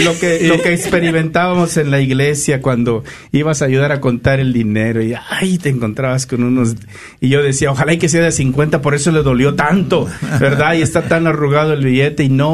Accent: Guerrero, Mexico; así somos los de Guerrero.

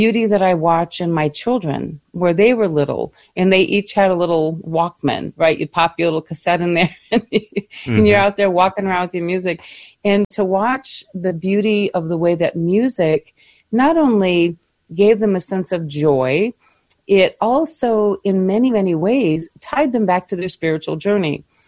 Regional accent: Michigan, United States; Now, to my childhood, I think of all of the outings that we did as children growing up in Michigan. You know, we were literally on the lake shore growing up. That was my home.

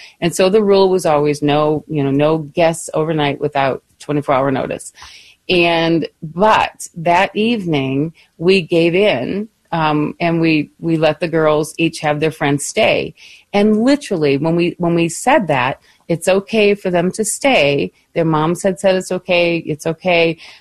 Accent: Michigan, United States; I think of all of the outings that we did as children growing up in Michigan. You know, we were literally on the lake shore growing up. That was my home.

